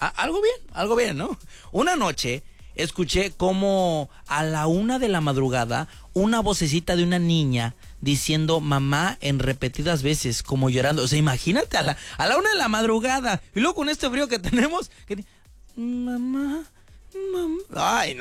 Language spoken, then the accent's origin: Spanish; Mexico; Nosotros como mexicanos